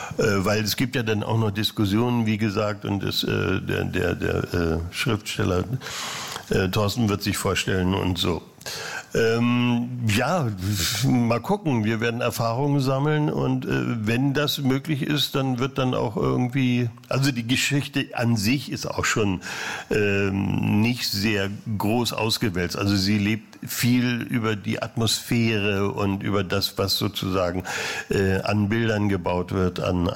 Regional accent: Mecklenburg-Vorpommern, Germany; Ich komme aus dem Osten, aus Mecklenburg.

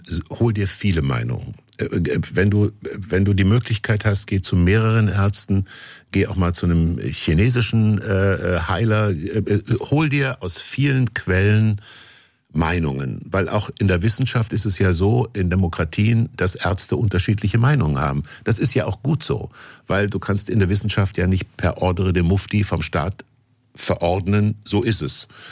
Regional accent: Kassel, Hesse, Germany; das habe ich schon als Kind in Kassel gemacht. Da bin ich mit der Straßenbahn oder mit meinem Mofa in die Stadtteile gefahren, in denen ich nicht gewohnt habe

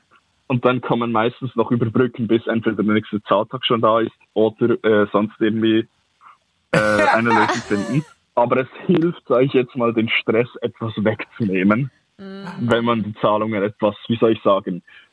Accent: Lucerne, Switzerland; Den gibt es für den Kanton Luzern, wo ich herkomme, Kanton Zürich, wo ich jetzt aktuell wohne, und noch andere Kantone.

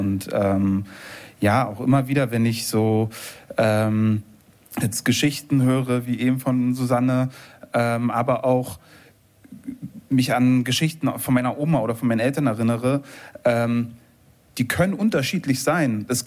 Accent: Eberswalde, Brandenburg, Germany; accent: Brandenburgerisch; moved away as an adult; now in Berlin, Germany; ein paar Jahre zwischen meinem Aufwachsen in Eberswalde und dem heute

